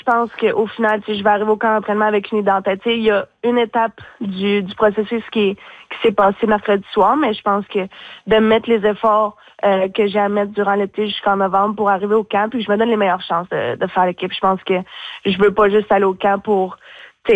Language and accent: French; Fermont, Quebec, Canada; also born or lived in Sept-Îles / Montreal; now in Beloeil, Canada; Ensuite, on est allé à Fermont jusqu'à mes 15 ans. On est déménagé en 2015 à Montréal, sur la Rive-Sud.